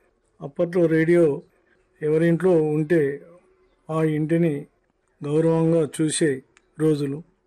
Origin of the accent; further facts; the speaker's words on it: Nandipet, Telangana, India; మాది నందిపేట గ్రామం.